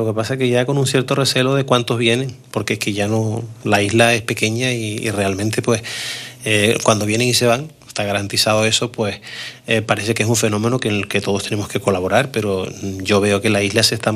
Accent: La Palma, Canary Islands, Spain; born or raised there

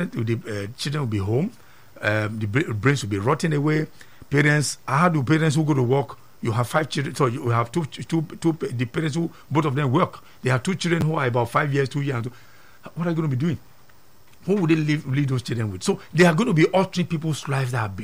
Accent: Nigeria; As a parent and as a Nigerian

